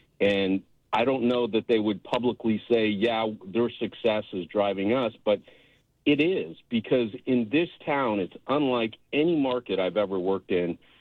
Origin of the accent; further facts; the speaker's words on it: Denver, Colorado, United States; I've been out here 27 years. I'm not from here. I'm from Denver. I worked for the Broncos.